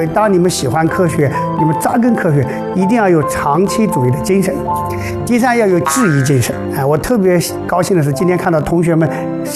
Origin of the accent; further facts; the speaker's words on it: China; 我们中国人